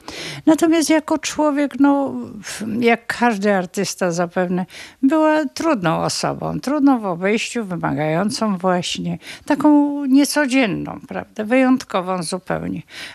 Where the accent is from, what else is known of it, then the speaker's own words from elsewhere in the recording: Bukowina Tatrzańska, Lesser Poland, Poland; Ja się urodziłam w górach, można tak powiedzieć. W Bukowinie Tatrzańskiej i to nie w centrum, a dość daleko.